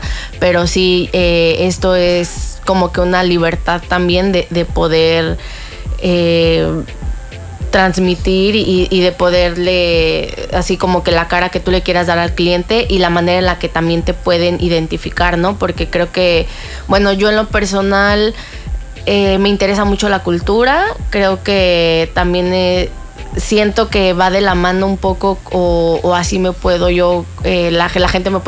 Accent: Mexico City, Mexico; moved away as an adult; now in Cancún, Mexico; yo soy de la Ciudad de México, entonces yo decidí venirme a Cancún

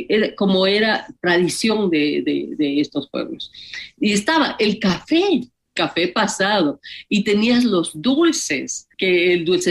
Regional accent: Jipijapa, Manabí, Ecuador; born there; El uno de Manabí, de donde somos cinco de nosotros, nacimos en Jipijapa

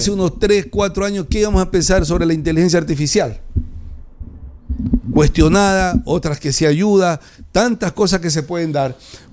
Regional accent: Manabí, Ecuador; yo soy un manabita que defiende siempre y soy orgulloso de ser manabita. Siempre digo que soy una mezcla de muchas cosas porque nací en un cantón, me crié en otro, estudié en otro

